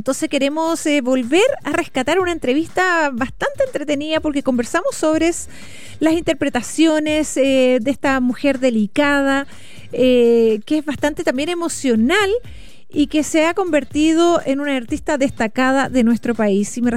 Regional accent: Osorno, Los Lagos, Chile; also born or lived in Llanquihue; Nacía y cría en el sur, bautizada en Yanquihue, así que imagínate lo sureña que soy.

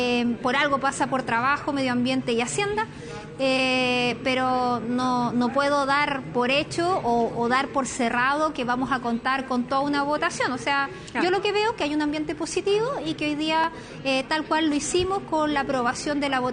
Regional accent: Los Ríos, Chile; Yo vengo de la región de Los Ríos

